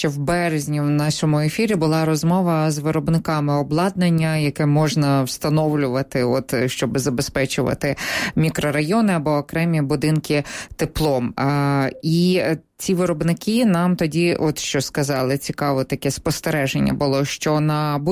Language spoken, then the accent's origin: Ukrainian; Kyiv, Ukraine; от я як киянка, я бачу, що мені робиться недостатньо